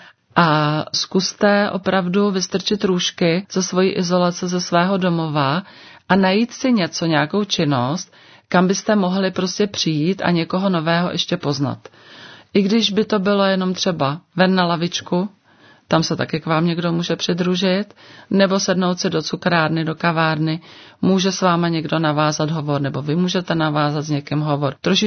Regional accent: Plzeň, Plzeň Region, Czechia; já pocházím z Plzně

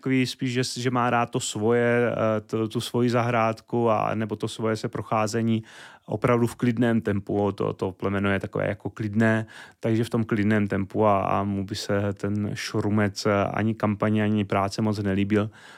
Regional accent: Šumperk, Olomouc Region, Czechia; dojížděl jsem vždycky z Šumperka a je to proto, protože já si myslím, že za prvé svým založením jsem takový, řekl bych, trochu klidnější člověk, možná jako opravdu z malého města

